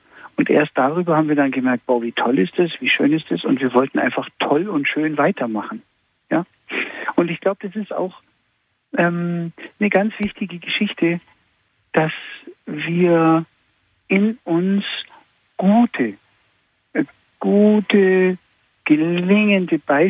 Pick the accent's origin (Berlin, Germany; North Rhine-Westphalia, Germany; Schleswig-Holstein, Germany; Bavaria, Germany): Bavaria, Germany; Augsburg; also born or lived in Hamburg; weil ich war als Augsburger 5 Jahre auch in der Nähe von Hamburg und da lernt man nicht Schafkopf, sondern Skat